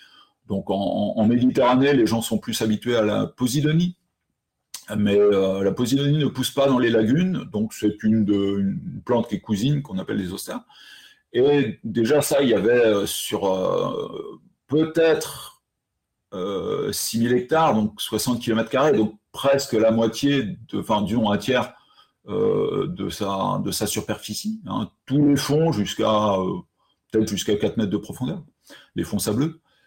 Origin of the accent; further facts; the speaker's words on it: Normandy, France; born there; quand j'étais petit en Normandie